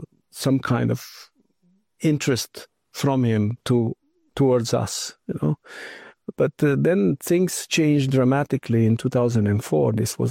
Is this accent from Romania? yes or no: yes; Romania; I was born in Romania, 1976. It was a communist country, one of the worst communist countries in the world. We didn't have heating and hot water for years.